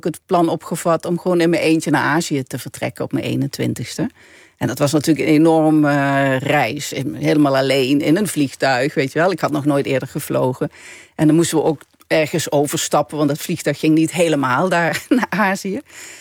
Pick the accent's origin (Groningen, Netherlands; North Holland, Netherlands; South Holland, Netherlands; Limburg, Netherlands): Limburg, Netherlands; Ik zag de Keverberg, dat is waar ik opgegroeid ben. Dat, zo heette die hoeve. Ik zag Simpelveld en ik zag Texel.